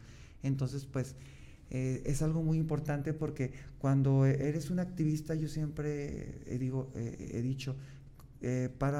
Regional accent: Guadalajara, Jalisco, Mexico; moved away; yo no soy de aquí, yo soy de Guadalajara

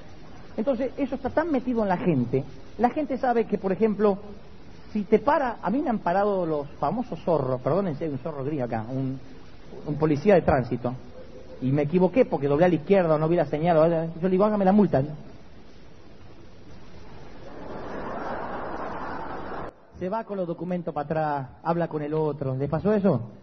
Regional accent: Argentina; yo puedo hablar así porque soy argentino.

